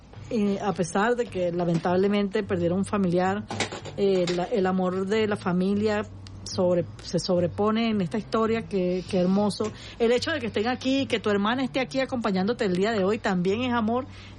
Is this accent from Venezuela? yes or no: yes; Venezuela; Así somos las mujeres venezolanas.